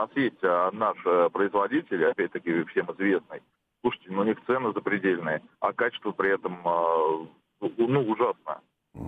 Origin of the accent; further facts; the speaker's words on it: Saint Petersburg, Russia; Я из Санкт-Петербурга.